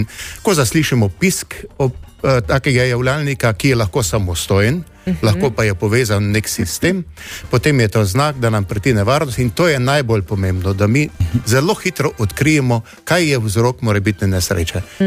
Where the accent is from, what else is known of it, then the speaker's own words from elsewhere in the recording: Savinja, Slovenia; midva sva iz Celjskega